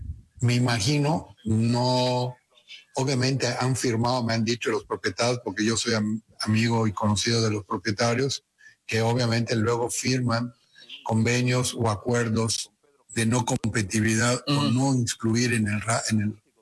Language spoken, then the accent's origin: Spanish; Mexico; a mí como mexicano, como empresario mexicano